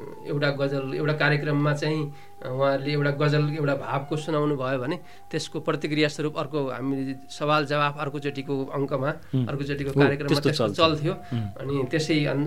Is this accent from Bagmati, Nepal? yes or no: no; Gulmi District, Lumbini Province, Nepal; हाम्रो एकसिङ नाम ठाउँको नाम हो गुल्मी जिल्लामा मगर भाषा बोलिन्छ भने त्यहाँ मात्रै बोलिन्छ गुल्मी जिल्लाभरिमा मगर भाषा बोल्ने वक्ताहरू मेरो गाउँमा छन्